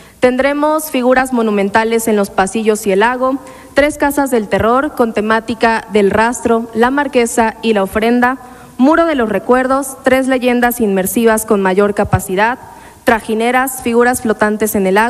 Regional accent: Mexico; Es esa manera tan nuestra como mexicanos de recordar a quienes se fueron

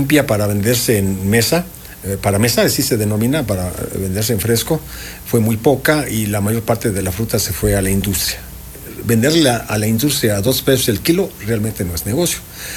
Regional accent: Tetela de Ocampo, Puebla, Mexico; yo vengo de La Cañada, municipio de Tetela de Ocampo, Puebla.

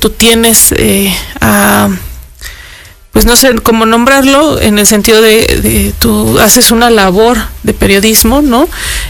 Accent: Mexico; que para nosotros como mexicanos particularmente son muy especiales por las celebraciones de Día de Muertos

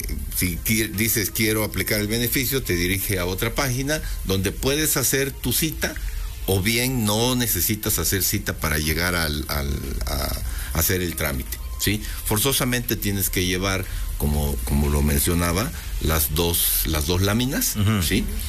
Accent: Mexico

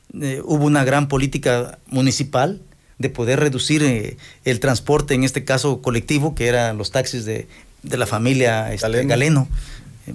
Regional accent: Raboso, Puebla, Mexico; en mi población, ¿no?, en mi pueblo Raboso, que quiero mucho

